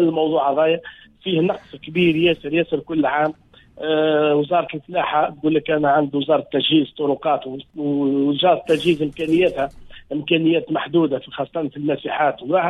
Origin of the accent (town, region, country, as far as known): Tunisia